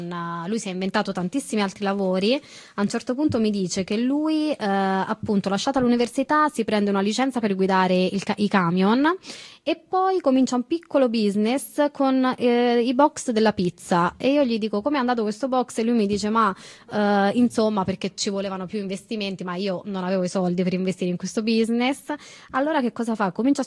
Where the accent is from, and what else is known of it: Calabria, Italy; born there; now in Prato, Italy